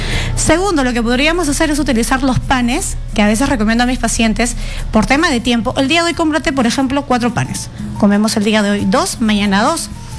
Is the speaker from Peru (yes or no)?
yes; Peru; porque seamos sinceros, nosotros como peruanos nos encanta comer